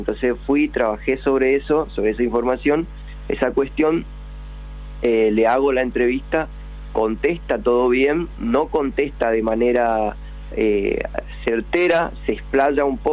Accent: Capitán Solari, Chaco, Argentina; Soy de Capitán Solari, un pueblo acá en el Chaco, en el interior. Uh-huh. Es portal del Parque Nacional.

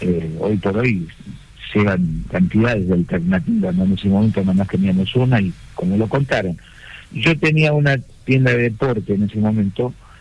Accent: Argentina; moved away; estaba mi padre, un gran amigo mío, que vinieron de Argentina, de mi pueblo

